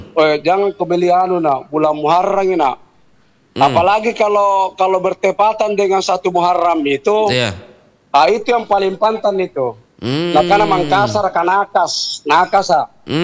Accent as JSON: {"language": "Indonesian", "region": "South Sulawesi", "country": "Indonesia", "said": "di kalangan kita ini, Bugis Makassar"}